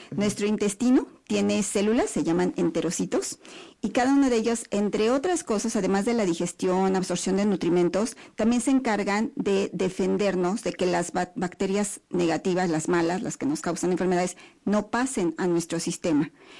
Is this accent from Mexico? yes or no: yes; Mexico; como sabemos que como mexicanos tenemos deficiencias de vitamina D